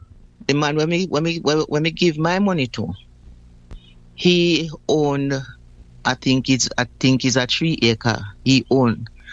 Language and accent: English; Saint Thomas, Jamaica; because I'm from the Duckensville era. So, and the office is in Golden Grove, St. Thomas.